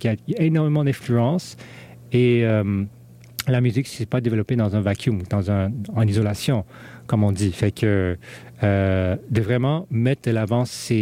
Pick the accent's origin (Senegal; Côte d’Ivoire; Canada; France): Canada; Vancouver, British Columbia; first language English; French is a second language; moved away; moi je suis d'origine chinoise, j'ai grandi à Vancouver, je suis anglophone, j'ai pas grandi avec la salsa, j'ai pas grandi avec la musique africaine